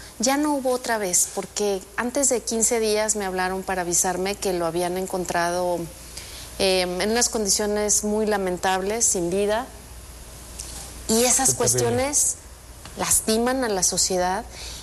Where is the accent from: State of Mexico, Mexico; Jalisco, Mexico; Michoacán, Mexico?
Michoacán, Mexico; Zamora; Bueno, yo soy originaria de Zamora.